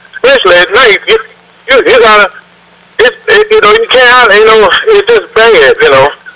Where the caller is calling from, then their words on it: Port Arthur, Texas, United States; I'm calling from Port Arthur, Texas.